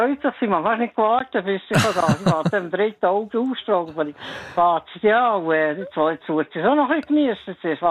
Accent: Bern, Switzerland; born there; Ich bin ein Berner. Ich bin in Bern geboren, von vor 73 Jahren.

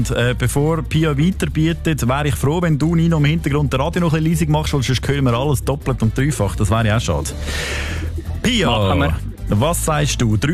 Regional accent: Lucerne, Switzerland; Bei euch war nämlich Feiertag, genau wie bei uns in Luzern, wo ich daheim bin.

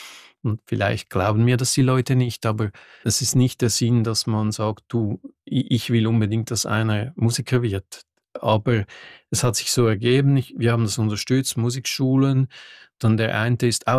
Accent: Switzerland; Ich bin am Genfersee aufgewachsen

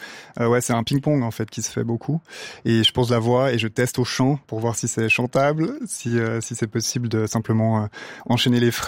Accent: Lutry, Vaud, Switzerland; also born or lived in Sion / Lausanne; moi, personnellement, je suis né à Sion. J'ai grandi dans le canton de Vaud. J'ai vécu mes deux premières années à Sion et ensuite, je suis venu à Lutry. Puis Lausanne, j'ai un peu gravité dans cette région-là. Donc, je suis Valaisan sur les papiers, mais dans le cœur, un peu plus vaudois quand même

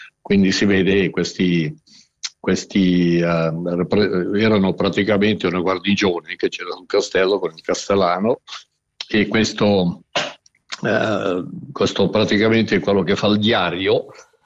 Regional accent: Mesocco, Graubünden, Switzerland; nel mio paese, una capitale dell'archeologia che però purtroppo è sparita

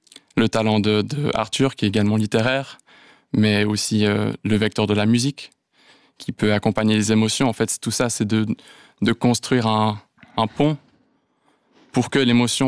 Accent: Switzerland; Donc, alors certes, j'ai grandi en Suisse et puis j'ai eu le confort que vous avez mentionné

